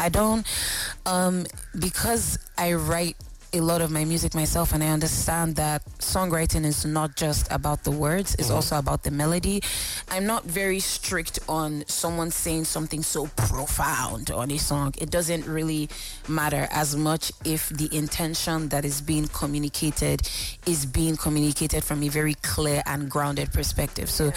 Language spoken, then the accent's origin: English; Lagos, Nigeria; When we used to go from Navy Town to Apapa, where my school was, and we'd pass through Ajigunle.